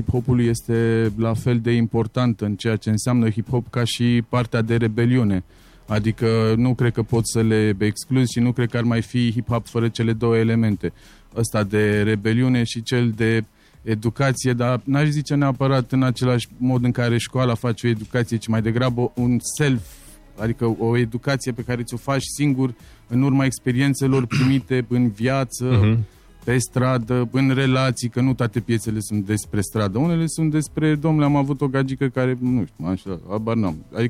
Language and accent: Romanian; Constanța, Constanța County, Romania; now in Bucharest, Romania; Zona de gară din Constanța și aici în București am fost adoptați de cartierul Sălejan, Balta Albă.